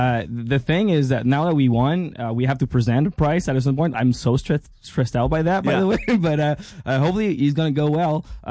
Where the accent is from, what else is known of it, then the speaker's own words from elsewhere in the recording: Quebec City, Quebec, Canada; We're from Quebec City, actually.